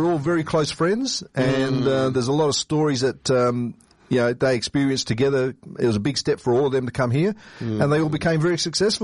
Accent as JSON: {"language": "English", "town": "Port Pirie", "region": "South Australia", "country": "Australia", "tie": "born or raised there", "also_born_or_lived": "Adelaide", "moved": "yes", "said": "I was brought up in Port Pirie with my grandparents. Yeah. My dad couldn't speak English."}